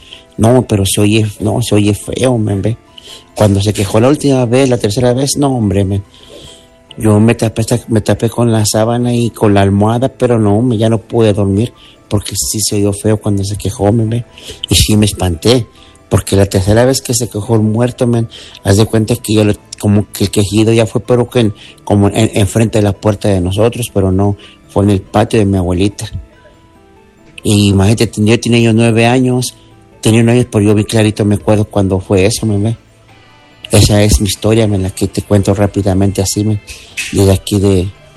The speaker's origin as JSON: {"language": "Spanish", "town": "Apizaco", "region": "Tlaxcala", "country": "Mexico", "tie": "born or raised there", "moved": "yes", "lives_now": "Arkansas, United States", "said": "Tenía yo 9 años, ya en Apizaco. Yo soy originario de Apizaco, Cerrito de Guadalupe. Entonces tenía 9 años y en ese tiempo vivíamos con mi abuelita."}